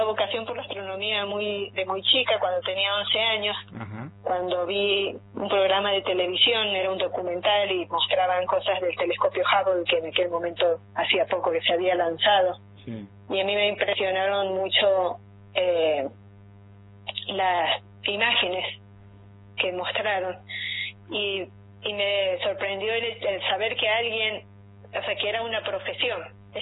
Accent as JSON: {"language": "Spanish", "region": "San Juan", "country": "Argentina", "tie": "born or raised there", "also_born_or_lived": "Rosario", "said": "nací en Rosario, pero viví casi toda mi vida aquí en San Juan, o sea, hice la primaria y secundaria en San Juan."}